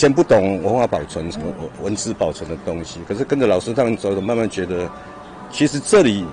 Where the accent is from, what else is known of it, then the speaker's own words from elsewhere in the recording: Taipei, Taiwan; 因为我们从小在这边出生，我在这边住了60几年了